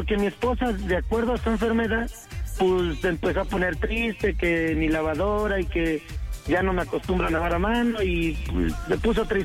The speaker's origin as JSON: {"language": "Spanish", "town": "Acatlán de Osorio", "region": "Puebla", "country": "Mexico", "tie": "born there", "also_born_or_lived": "State of Mexico", "moved": "yes", "lives_now": "Ixtapaluca, Mexico", "said": "Yo nací aquí en México, ajá, en el estado, pero de niño, pues ya sabes, por las situaciones que pasan entre la familia, me tuve que ir a vivir a Puebla."}